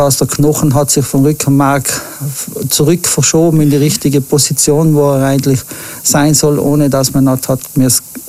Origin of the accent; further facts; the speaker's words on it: Martell, Trentino-Alto Adige, Italy; Ich bin im Martell drin aufgewachsen mit meiner Mama.